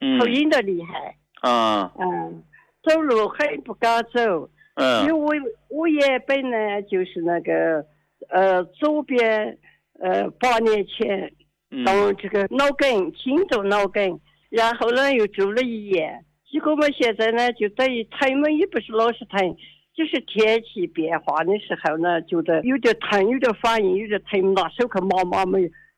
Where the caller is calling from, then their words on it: Yunnan, China; 我是云南的。